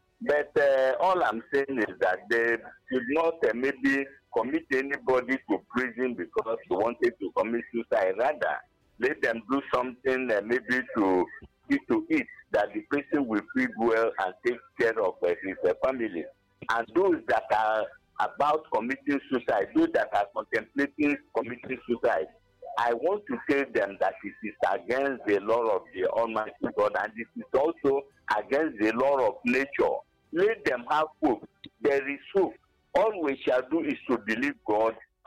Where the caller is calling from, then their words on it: Agbani, Enugu State, Nigeria; I'm calling from Agbapani, Kenugu.